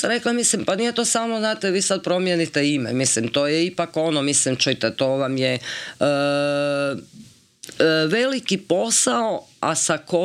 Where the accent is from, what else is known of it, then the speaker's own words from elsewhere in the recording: Slavonia, Croatia; ja sam inače Slavonka